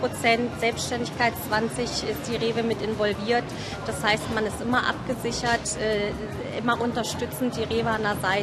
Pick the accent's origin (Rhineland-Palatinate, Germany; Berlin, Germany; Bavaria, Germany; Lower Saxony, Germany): Bavaria, Germany; Augsburg; born there; now in Harz, Germany; Ich bin jetzt 42 Jahre alt. Wie gesagt, bin gebürtige Augsburgerin, also ein bayerisches Mahnl aus der Puppenkiste entstanden.